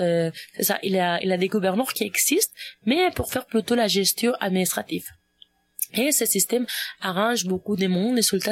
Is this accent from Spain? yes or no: yes; Spain; French is a second language